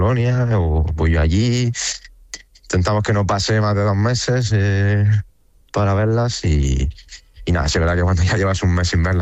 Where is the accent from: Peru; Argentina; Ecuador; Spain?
Spain; Hay cinco, somos 5 españoles en el cuerpo técnico también